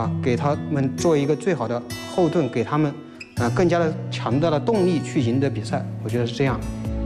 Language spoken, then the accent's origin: Chinese; Qianjiang, Hubei, China; moved away; also born or lived in Wuhan; 有一支球队他顶着钱江队三个字，是我家乡的球队